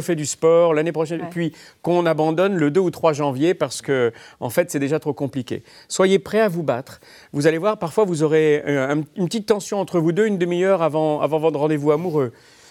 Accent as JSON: {"language": "French", "country": "France"}